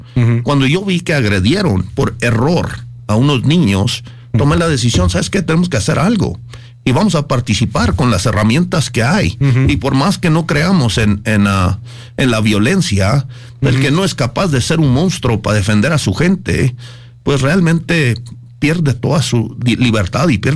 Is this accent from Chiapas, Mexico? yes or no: no; Chihuahua, Mexico; born there; Sí, pero yo nací en Chihuahua y pues realmente me considero un mexicano.